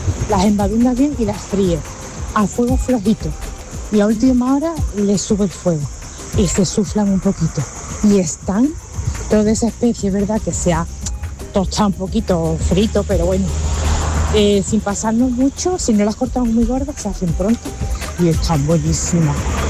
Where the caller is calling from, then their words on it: Seville, Andalusia, Spain; Hola, chicos, buenas tardes. … de Sevilla.